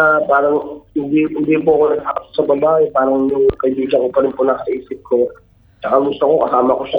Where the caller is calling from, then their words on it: Manila, Metro Manila, Philippines; Tagatondo po.